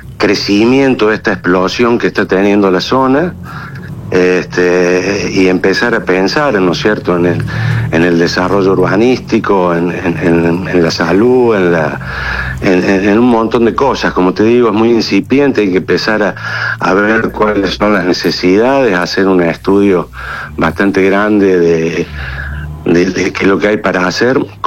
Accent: Bell Ville, Córdoba, Argentina; moved away as an adult; now in Sinsacate, Argentina; hace 26 años que estoy viviendo acá en la zona. Yo soy originario del sudeste de Córdoba, de Belville. Soy ingeniero agrónomo y productor agropecuario.

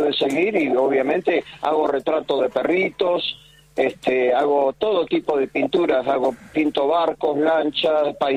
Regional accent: Mar del Plata, Buenos Aires Province, Argentina; Pues nací y me crié en Mar del Plata, soy nativo de la Argentina.

